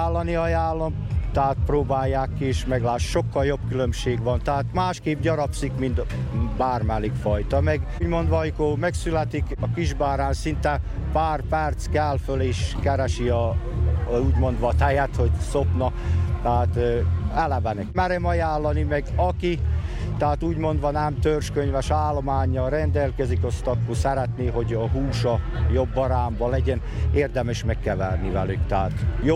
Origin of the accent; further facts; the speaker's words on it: France; a francia, meg ugye Franciaországból származom.